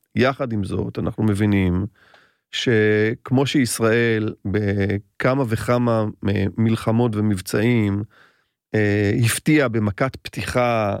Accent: Tel Aviv, Tel Aviv District, Israel; כשהייתי נער ועבדתי בקונדיטוריה, מול הבית שלי בפלורנטין

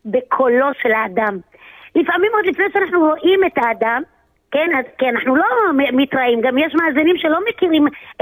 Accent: Tzelafon, Jerusalem District, Israel; moved away; צלפון זה המושב שבו גדלתי

